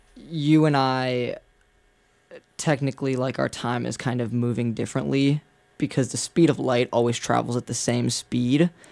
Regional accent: Cary, North Carolina, United States; I'm from Raleigh.

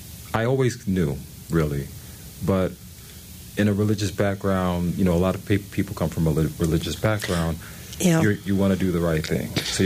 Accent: New Jersey, United States; moved away; also born or lived in Connecticut; I'm from New Jersey. I lived in Connecticut. I was in Connecticut

